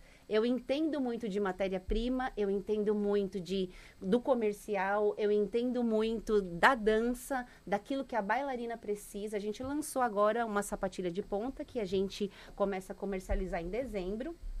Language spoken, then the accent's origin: Portuguese; Joinville, Santa Catarina, Brazil; E são 33 anos que eu estou aqui nessa cidade. E então faz parte da minha vida. Eu cresci em Joinville, eu cresci com Joinville.